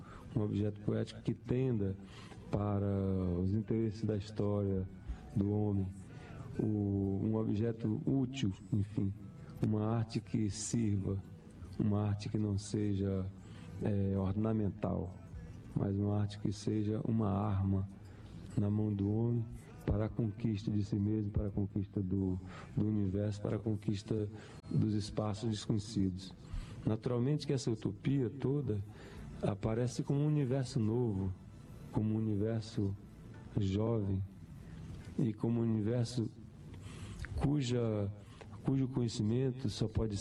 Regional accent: Sobral, Ceará, Brazil; o fato de sermos latino-americanos, sendo brasileiros, sendo cearenses, sendo de Sobral

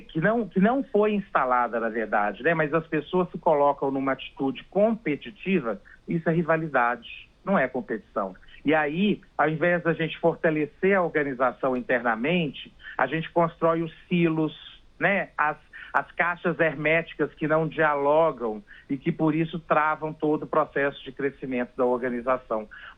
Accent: Belo Horizonte, Minas Gerais, Brazil; now in São Paulo, Brazil

